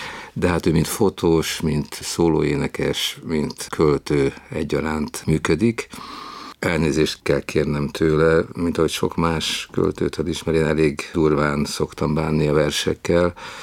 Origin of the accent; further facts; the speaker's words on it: Budapest, Hungary; Ugye Szőcs Géza Kolozsváron, én Budapesten nőttünk föl